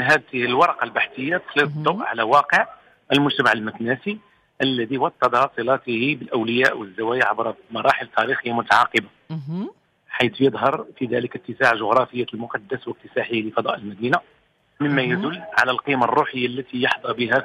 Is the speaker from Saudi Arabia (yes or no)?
no; Morocco; بالنسبة لنا كمغاربة